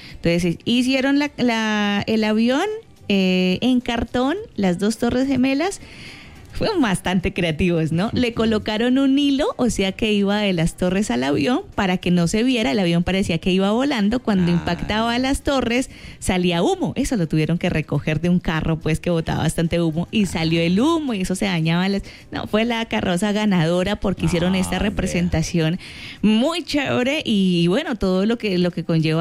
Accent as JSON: {"language": "Spanish", "area": "Bolívar", "region": "Cauca", "country": "Colombia", "tie": "born or raised there", "said": "En mi pueblo, en Los Milagros, Bolívar, Cauca"}